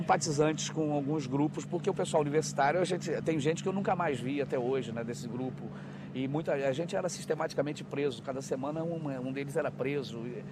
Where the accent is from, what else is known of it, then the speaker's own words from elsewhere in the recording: Brazil; a gente sendo brasileiro